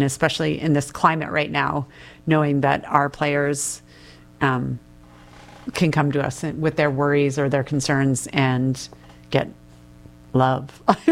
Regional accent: Canada; now in Eugene, United States; I'm from Canada, and the rink never closes.

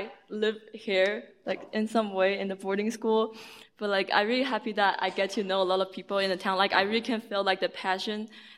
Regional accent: Taiwan; English is a second language; I'm from Taiwan. I'm still learning English, so I wish everyone can try to understand my English.

